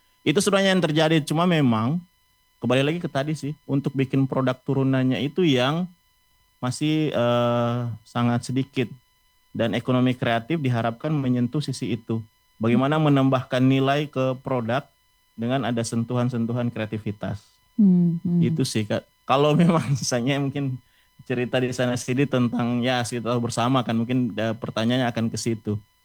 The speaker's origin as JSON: {"language": "Indonesian", "town": "Lenganeng", "region": "North Sulawesi", "country": "Indonesia", "tie": "born or raised there", "said": "di kampung saya Lenganeng"}